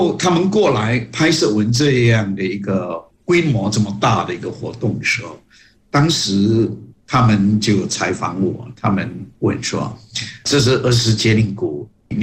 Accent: Johor Bahru, Johor, Malaysia; 我是那边土生土长的，所以他们都意外。因为我们柔佛州是在马来半岛的最南端，那么我们所在的城市新山跟新加坡又隔着一个浅浅的海峡

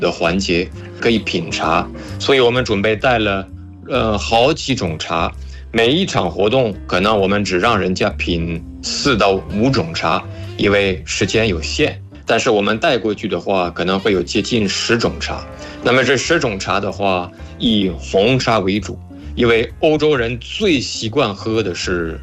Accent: France; 我作为一个法国人，我也并不能说法国人对茶有什么要求什么需求我完全都了解

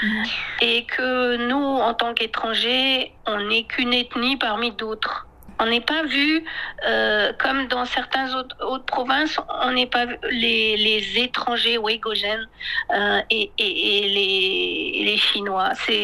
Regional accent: France

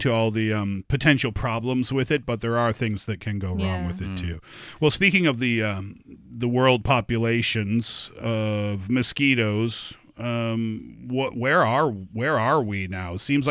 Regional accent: Canada; moved away; growing up in Canada

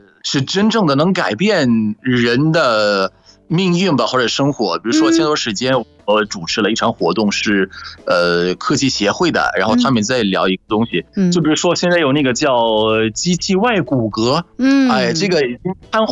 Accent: Egypt; Chinese is a second language

